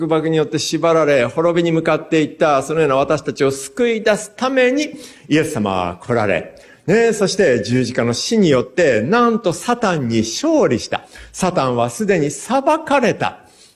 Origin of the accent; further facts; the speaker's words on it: Hakusan, Ishikawa, Japan; 私は本当にこう、真っ当に生まれ育ってですね、まあ当時はですね、真っ当、今白山市になりましたけども、旧市街ですけれども、で、教会なんかはないですし、で、クリスチャンなんてのは見たこともないですし、で、全く普通の、こう、仏教の因習のある、そういった家庭に生まれ育ってですね